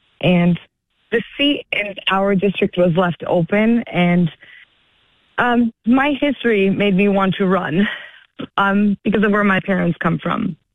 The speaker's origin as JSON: {"language": "English", "town": "Gorham", "region": "Maine", "country": "United States", "tie": "born or raised there", "said": "And so then they came to Maine And I grew up in Maine and in Gorham, actually. And this is the only life that I knew."}